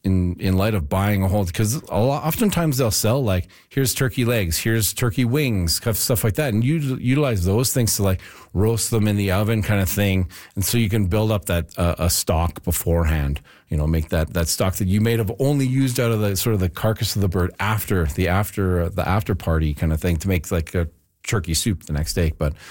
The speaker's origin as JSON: {"language": "English", "town": "Sherwood Park", "region": "Alberta", "country": "Canada"}